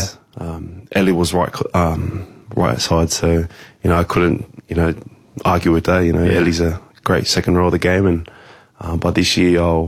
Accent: Tonga; You know, there's a bit of history between us Tongans and Samoans.

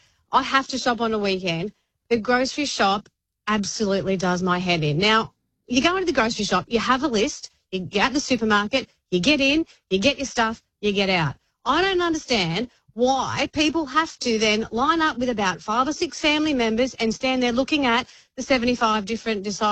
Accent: New South Wales, Australia; by the way, I'm from the Hunter Valley, so I love a wine

